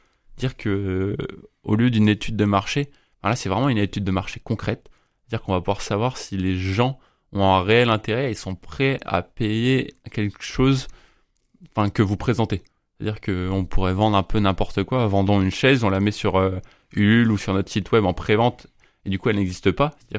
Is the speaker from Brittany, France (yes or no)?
yes; Brittany, France; Entre les Côtes d'Armor et l'Ille-et-Vilaine. C'est-à-dire que j'ai grandi dans les Côtes d'Armor et maintenant j'ai fait mes études en Ille-et-Vilaine, enfin à Rennes.